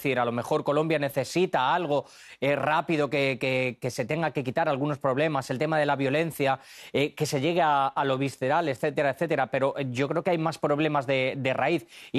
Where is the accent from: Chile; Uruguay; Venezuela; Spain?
Spain; que yo soy español, o sea que...